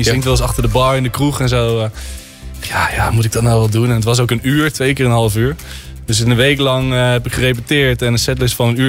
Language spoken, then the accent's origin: Dutch; Netherlands; En ik kom daar aan als Hollander.